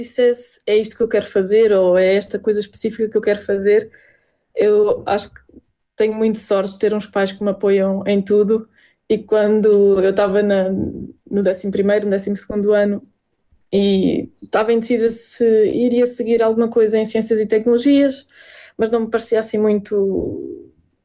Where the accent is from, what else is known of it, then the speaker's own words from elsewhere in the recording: Arganil, Centro, Portugal; born there; moved away; Gosto muito de falar sempre da minha terra e acho que toda a gente que trabalha comigo está farta de ouvir falar de Arganil